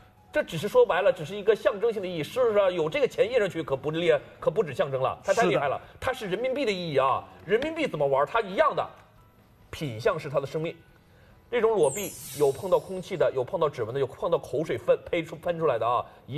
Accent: China; 我们中国人

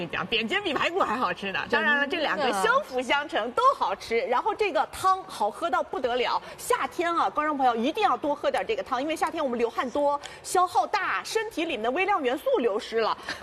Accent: China; 我们中国人就是中国胃

